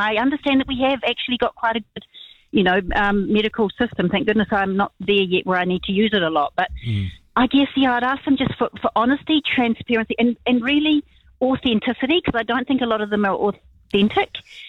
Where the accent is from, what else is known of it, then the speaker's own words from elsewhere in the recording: New Zealand; be really interesting is if they came to my house and had a drink, what questions would they ask me as a New Zealander?